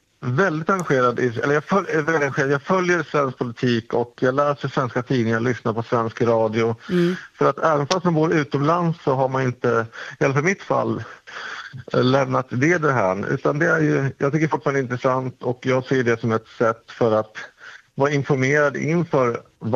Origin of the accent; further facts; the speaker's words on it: Sweden; jag är svensk och jag skulle se det som att fast jag bor utomlands så är ändå, jag är svensk och det är ett svenskt pass och svensk nationalitet